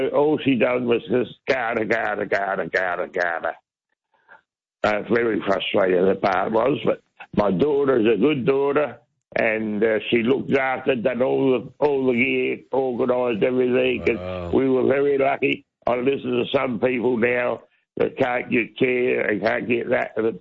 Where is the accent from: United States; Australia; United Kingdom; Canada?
Australia; Port Pirie, South Australia; I come from Port Pirie, packed the suitcase and brought her down Adelaide